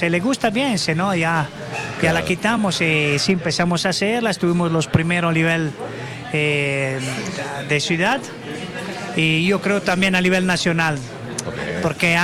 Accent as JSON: {"language": "Spanish", "town": "Parma", "region": "Emilia-Romagna", "country": "Italy", "second_language": "Spanish", "said": "Mira, decimos que yo vengo de la ciudad de Parma, en la parte norte de Italia, en el estado de Emilia Romagna."}